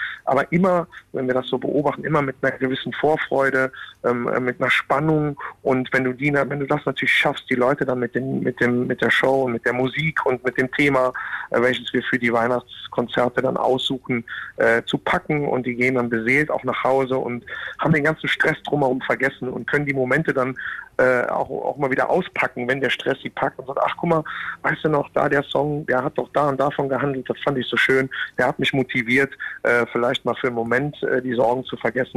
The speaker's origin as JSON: {"language": "German", "town": "Cologne", "region": "North Rhine-Westphalia", "country": "Germany", "said": "Und dementsprechend verleugnen wir dann natürlich nicht unsere kölsche Seele und das kölsche Gefühl."}